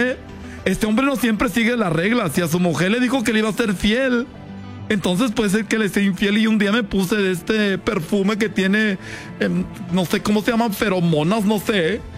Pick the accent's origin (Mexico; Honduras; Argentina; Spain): Mexico; born there; Ay, yo nací en México también.